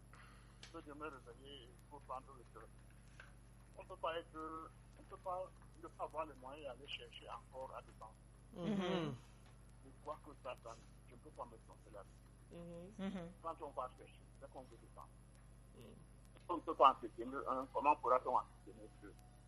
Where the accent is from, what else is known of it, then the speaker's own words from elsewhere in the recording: Cameroon; Nous sommes camerounais. Donc, voilà pour moi.